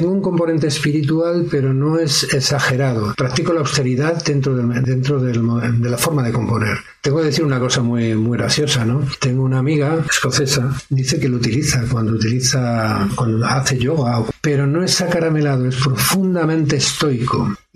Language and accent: Spanish; Madrid, Community of Madrid, Spain; born there; Soy madrileño, nacido en Madrid, pero bueno, los que nacemos en Madrid somos también de donde son nuestros padres.